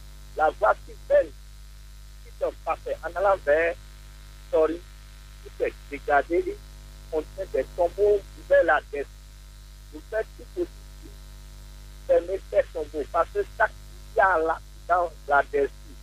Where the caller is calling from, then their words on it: Ouidah, Atlantique, Benin; depuis Ouida.